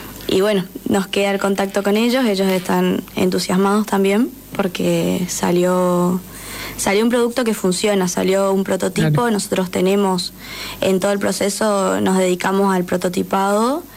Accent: Paso de los Libres, Corrientes, Argentina; Y bueno, encontré que había en Concordia, que me queda cerca, soy de Paso de los Libres de Corrientes.

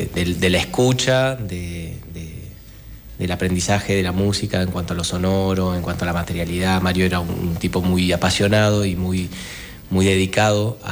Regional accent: Concordia, Entre Ríos, Argentina

